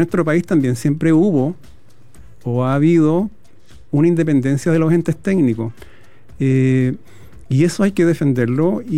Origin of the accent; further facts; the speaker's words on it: Chile; Yo creo que somos tan resilientes como chilenos